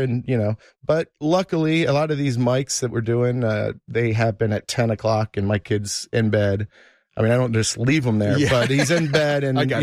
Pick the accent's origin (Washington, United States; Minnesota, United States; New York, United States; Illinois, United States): New York, United States; Rochester; moved away as an adult; also born or lived in Texas / Galveston; I was born in Texas, moved in Galveston, and then my parents moved me at the age of two to New York. I grew up in New York, upstate Rochester, not a great place to live.